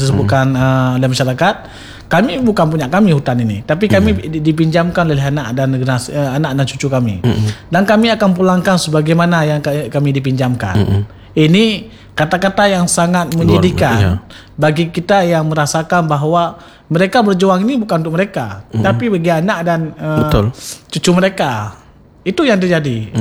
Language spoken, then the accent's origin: Indonesian; Aceh, Indonesia; Pertama, sebagai kita orang Aceh